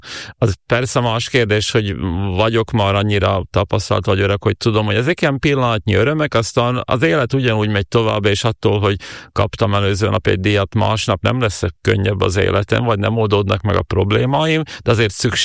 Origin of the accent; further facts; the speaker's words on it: Batka, Banská Bystrica Region, Slovakia; moved away; also born or lived in Rimavská Sobota; mikor a szülőfalum Batka díszpolgárral fogadott